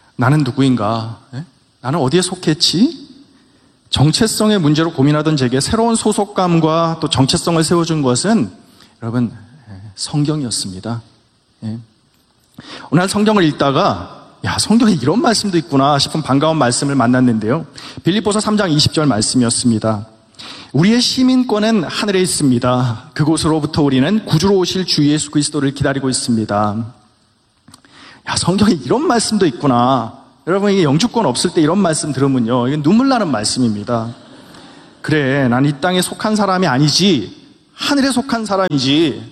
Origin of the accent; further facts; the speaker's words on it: South Korea; moved away; 한국에 도착해서 제가 제일 먼저 어딜 갔을까요? 여러분 어디 갔겠어요? 어렸을 때 우리 가족이 살던 집에 찾아갔습니다. 저는 그 집에서 태어나서 이민 올 때까지 그 집에 살았거든요.